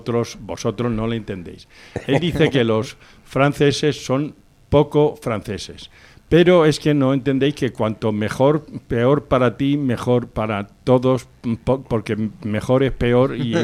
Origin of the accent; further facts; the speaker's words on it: Spain; los españoles estamos de ocupas aquí en España